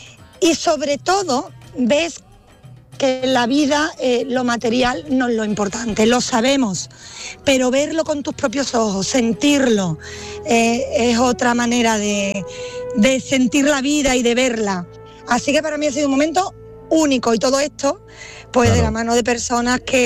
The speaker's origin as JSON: {"language": "Spanish", "town": "El Cerro de Andévalo", "region": "Andalusia", "country": "Spain", "said": "Si venís a mi pueblo, el Cerro de Andévalo, ya te mueres. Porque es que es un lugar espectacular."}